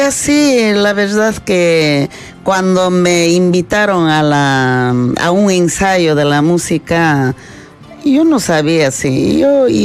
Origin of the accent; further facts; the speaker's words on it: Pisac, Cusco, Peru; Pisaja, en el Valle Sagrado de los Incas, provincia de Calca.